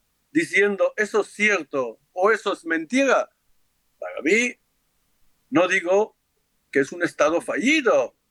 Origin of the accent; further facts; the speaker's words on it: Morocco; Yo, para mí, como de marroquí, yo digo la diplomacia marroquí, chapó.